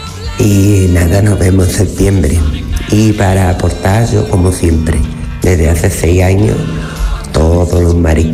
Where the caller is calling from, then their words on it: El Puerto de Santa María, Andalusia, Spain; que para eso soy del puerto de Santa María